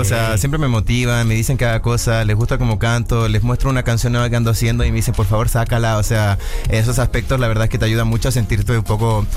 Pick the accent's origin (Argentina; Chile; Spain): Chile; moved away as an adult; now in Mexico City, Mexico; soy un cantante de Chile que básicamente ahora está viviendo en Ciudad de México y ya llevo casi un año viviendo acá.